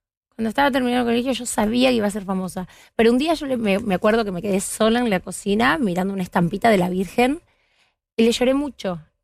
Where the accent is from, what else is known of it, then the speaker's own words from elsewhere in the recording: Argentina; Sí, soy argentina.